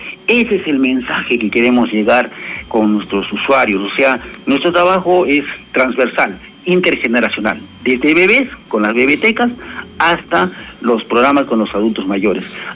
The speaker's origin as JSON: {"language": "Spanish", "region": "Arequipa", "country": "Peru", "said": "Somos muy regionalistas, a veces se admiran cuando dicen ¿por qué los arequipeños tanto aman a su tierra?"}